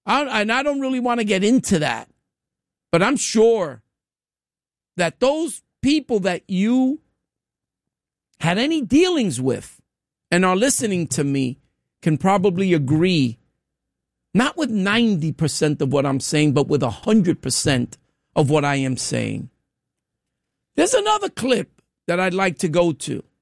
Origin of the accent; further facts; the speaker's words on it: New York, United States; I don't know what kind of New Yorker you are, because I'm a New Yorker.